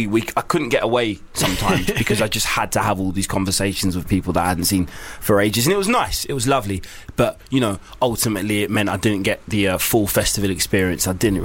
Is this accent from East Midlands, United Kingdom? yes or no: no; London, United Kingdom; I grew up in Hackney. I know a lot of people from Hackney.